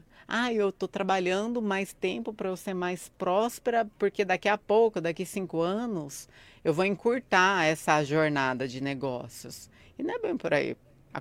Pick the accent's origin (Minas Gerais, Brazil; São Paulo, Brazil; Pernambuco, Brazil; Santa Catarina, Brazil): São Paulo, Brazil; Guaratinguetá; born there; eu passei essa Páscoa na chácara do meu pai, que foi onde eu nasci, na cidade de Guaratinguetá.